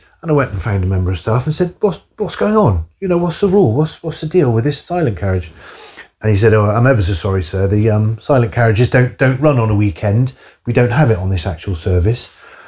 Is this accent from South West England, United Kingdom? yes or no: yes; Bristol, South West England, United Kingdom; But growing up in Bristol, we didn't have a metro or an underground. And the two major train stations in Bristol just, to me, have always seemed like somewhere where business people go to London and come back late on the evening.